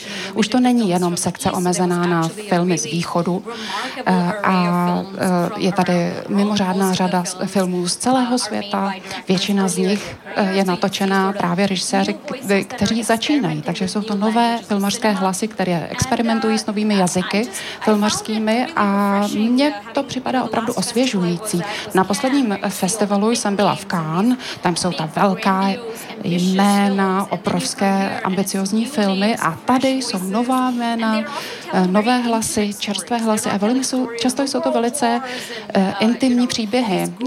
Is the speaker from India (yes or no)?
yes; India; Já jsem z Indie